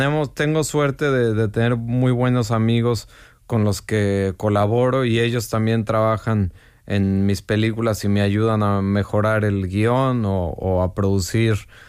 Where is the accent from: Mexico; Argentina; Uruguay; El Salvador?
Mexico; somos los mexicanos, porque también llevamos la inversión desde nuestro país